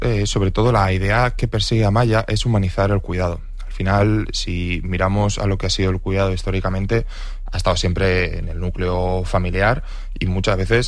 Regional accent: Ayora, Valencian Community, Spain; crecimos en Ayora, en un pueblo pequeñito

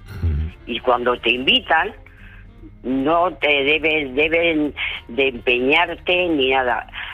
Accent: Segovia, Castile and León, Spain; born there; now in Madrid, Spain; Soy de Segovia.

